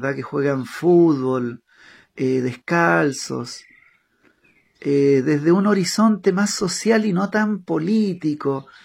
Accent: Chile; moved away as an adult; now in Paraguay; yo soy chileno, pero no me digan chileno a secas, porque yo llevo 14 años viviendo en Paraguay

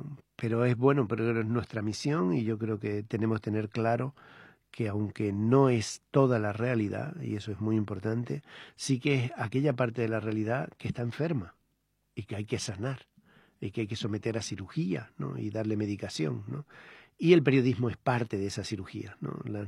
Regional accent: Canary Islands, Spain; moved away; yo soy de las Islas Canarias, hace ya mucho que salí de vivir allí de forma estable

